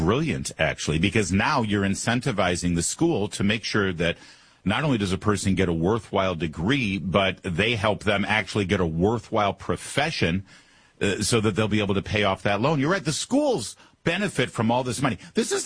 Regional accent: Plymouth, Michigan, United States; Listen, I just mentioned my hometown, Plymouth, Michigan

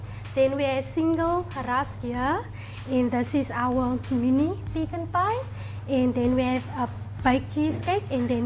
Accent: Prince Albert, Western Cape, South Africa; born there; also born or lived in George

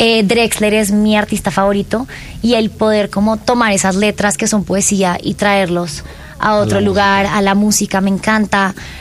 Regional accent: Colombia; todos como colombianos crecimos oyendo

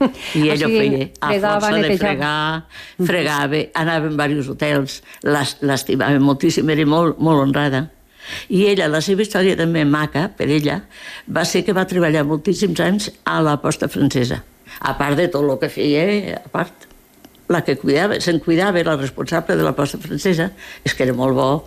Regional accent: Andorra; born there; Catalan is a second language; Amb 8 anys jo llegia i escrivia perfectament, vaig aprendre el català, bueno, el català per suposat, perquè era el meu idioma, per mi. Jo estava aquí a Andorra i havia de parlar català amb les amigues i amb tothom.

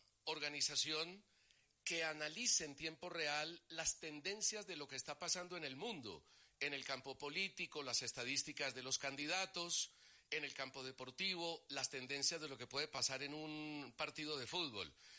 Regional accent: Colombia; Y usted ya conoce cómo somos los colombianos.

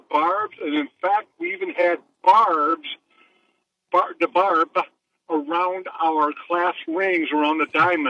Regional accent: DeKalb, Illinois, United States; And my hometown is DeKalb, Illinois, which is the same, you know, the flying ear of corn, DeKalb corn.

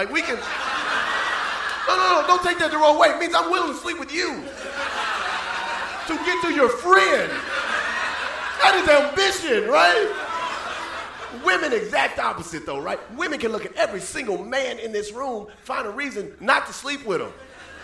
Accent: the South, United States; I'm from the South, and she's real religious, you know?

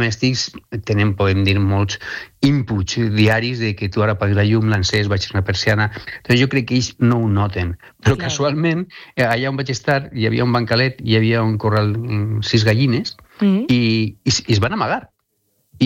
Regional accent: Alcoy, Valencian Community, Spain; jo soc d'Alcoi

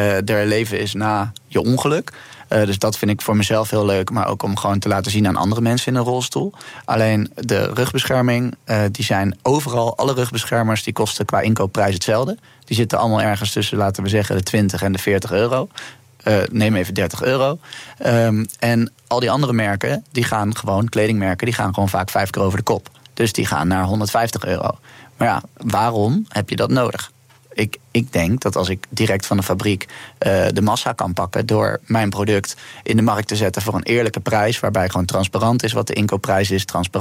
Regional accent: Netherlands

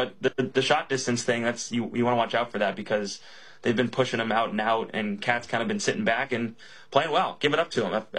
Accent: Boston, Massachusetts, United States; I've lived in Oklahoma. I've lived in San Antonio. Again, I'm from Boston.

